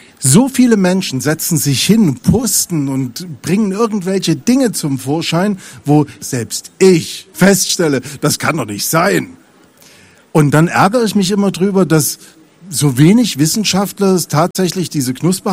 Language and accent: German; Thuringia, Germany; Ich bin in der thüringischen Provinz groß geworden. In einem Ort mit 700 Einwohnern.